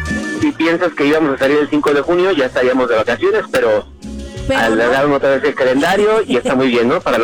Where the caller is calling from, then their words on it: Nezahualcóyotl, State of Mexico, Mexico; Yo vivo en Nesa